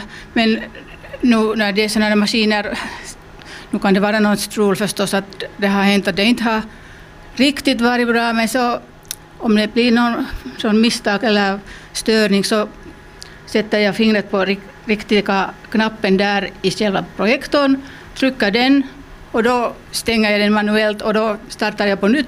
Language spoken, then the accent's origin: Swedish; Salo, Southwest Finland, Finland; Jag kommer från Salotrakten.